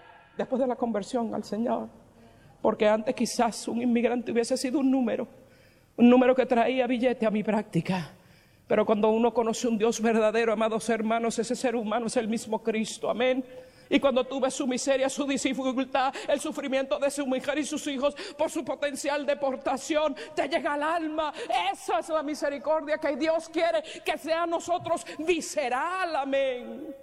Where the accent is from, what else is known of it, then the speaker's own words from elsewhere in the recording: Puerto Rico; born there; moved away as an adult; Nací ciudadana americana, nací en Puerto Rico, donde es territorio americano. Y tuve que agarrar mis maletas solamente y llegar aquí